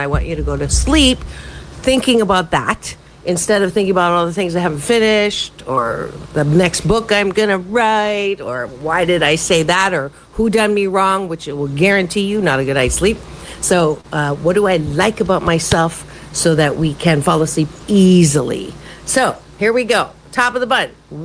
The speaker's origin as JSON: {"language": "English", "country": "Canada", "tie": "born there", "said": "I was born in Canada."}